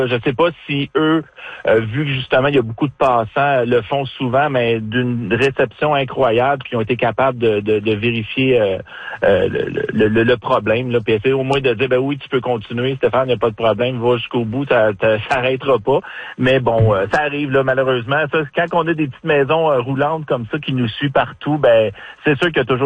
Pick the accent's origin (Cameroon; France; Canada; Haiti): Canada; Saint-Constant, Quebec; Ben nous on est Rive-Sud de Montréal. Nous, c'est Saint-Constant.